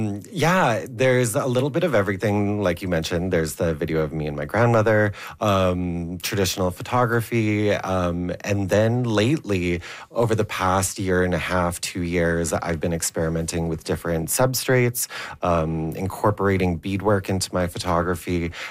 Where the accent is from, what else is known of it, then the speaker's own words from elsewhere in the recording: Hay River, Northwest Territories, Canada; moved away; I'm originally from Hay River in the Northwest Territories, where there are no art galleries. There's no fine art printing facilities.